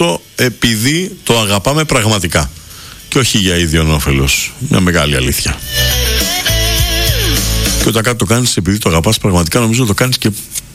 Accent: Artemida, Attica, Greece; Εγώ τη λέω Λούτσα γιατί εκεί ουσιαστικά έχω μεγαλώσει, είναι σαν να είναι το χωριό μου.

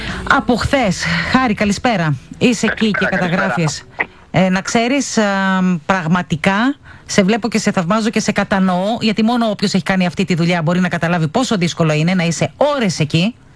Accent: Antissa, North Aegean, Greece; Για να υποδεχτούμε τον Αύγουστο. Στο χωριό μου που λέγεται.

